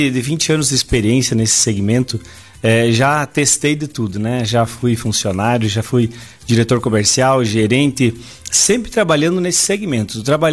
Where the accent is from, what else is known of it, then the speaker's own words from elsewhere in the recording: Coronel Freitas, Santa Catarina, Brazil; Sou natural aqui de Coronel Freitas.